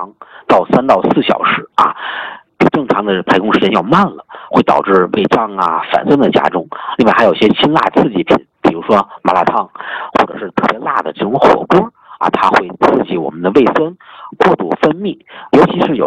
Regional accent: Tianjin, China

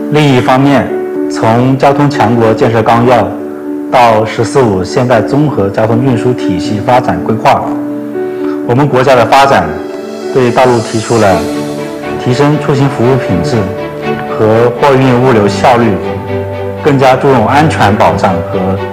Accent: Hunan, China; moved away as an adult; now in Guangzhou, China; 我是湖南人

